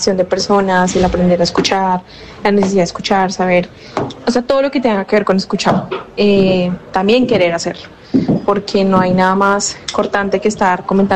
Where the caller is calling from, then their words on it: Colombia; soy de Colombia y estoy haciendo un máster de tecnología de cooperación internacional.